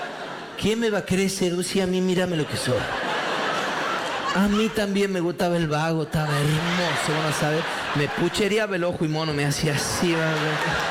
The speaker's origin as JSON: {"language": "Spanish", "region": "Tucumán", "country": "Argentina", "said": "yo como buen tucumano pensando en chorearle algo, obviamente."}